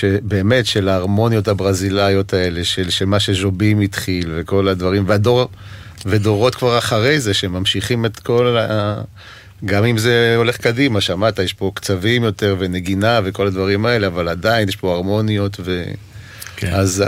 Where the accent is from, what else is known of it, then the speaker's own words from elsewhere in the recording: Brazil; אני גדלתי בברזיל.